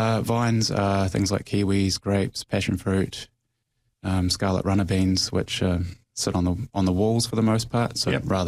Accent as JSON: {"language": "English", "town": "Dunedin", "region": "Otago", "country": "New Zealand", "tie": "born there", "said": "I am 43 years old, I think. Yeah. I was born in Dunedin, Pākehā. My mum's from England, and my dad's whakapapa is Scottish for the most part. Moved into this property in 2008."}